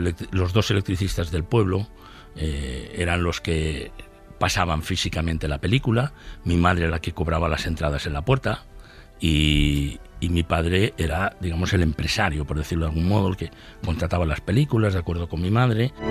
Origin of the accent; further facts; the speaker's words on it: Aragon, Spain; aunque éramos provincia de Huesca, mi pueblo está a 50 kilómetros de Barcelona y a 110 de Huesca